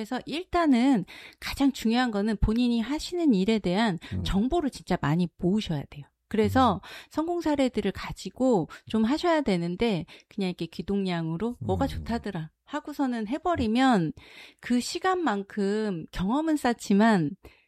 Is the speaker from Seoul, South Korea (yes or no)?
yes; Seoul, South Korea; now in Jeonju, South Korea; 제가 원래는 서울에서 고향이 서울이거든요. 그래서 전주에 있다가 창업을 하게 됐는데